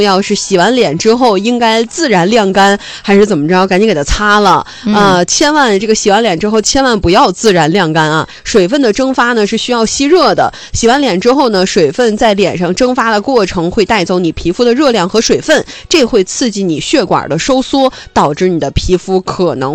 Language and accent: Chinese; northern China, China; now in Hainan, China; 自从我们北方人自从来了这个海南之后啊